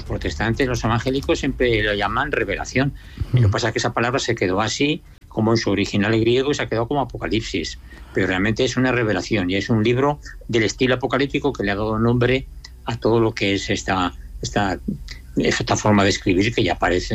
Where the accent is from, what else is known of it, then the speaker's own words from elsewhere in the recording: Teruel, Aragon, Spain; now in Zaragoza, Spain; Sí, al final he vuelto a mi tierra. Después de recorrer media España, al final he vuelto a mi tierra.